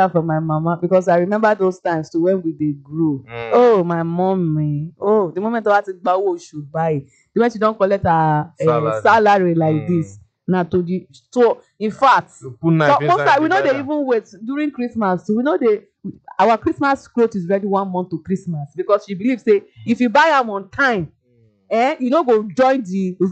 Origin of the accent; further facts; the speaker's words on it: Ojo, Lagos, Nigeria; from Ishaki Town Ojo.